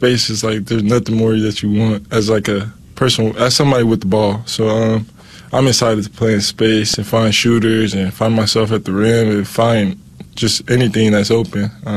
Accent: Las Vegas, Nevada, United States; moved away as an adult; now in Nebraska, United States; born and raised in Vegas

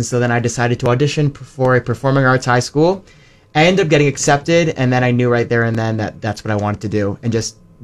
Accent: Toronto, Ontario, Canada; moved away as an adult; now in Miami, United States; I am originally from Toronto, Ontario, but I moved back to the States for college.

